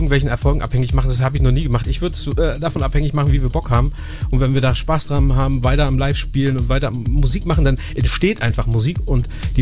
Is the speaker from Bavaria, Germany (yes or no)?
no; Mecklenburg-Vorpommern, Germany; wie zum Beispiel bei uns in Mecklenburg an einem See